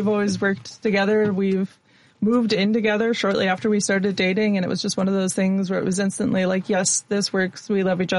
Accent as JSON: {"language": "English", "town": "Barrington", "region": "Illinois", "country": "United States", "tie": "born or raised there", "said": "So I grew up in Barrington, Illinois, so a suburb of the city of Chicago. Stayed there until I was 18."}